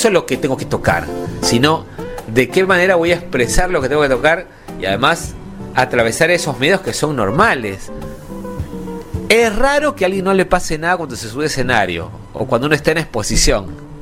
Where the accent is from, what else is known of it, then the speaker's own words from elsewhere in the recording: Peru; que soy peruano, que también de alguna u otra manera he aportado con mi granito de arena a la música argentina, una manera de tocar distinta, porque vengo con mis raíces peruanas.